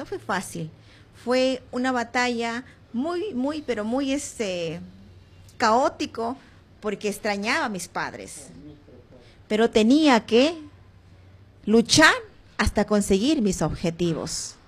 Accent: Pichanaki, Junín, Peru; also born or lived in Huancayo; Aquí, en la Ciudad Luz, Pichanaki, crecí, aquí estudié en Pichanaki, estudié en el Colegio Santiago Antunes de Mayolo, luego me fui a Huancayo, a la ciudad incontrastable de Huancayo, estuve por allá 5 años.

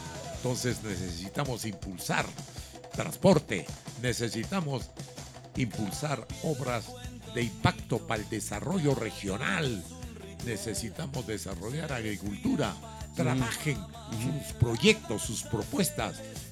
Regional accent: Sihuas, Ancash, Peru; de ir de Chimbote a mi tierra, Siwa

